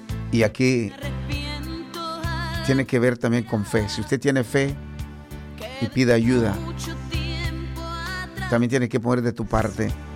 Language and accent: Spanish; Guatemala; now in United States; La ciudad donde yo vivo lo necesita. Mi nación, mi tierra linda del Quetzal, lo necesita.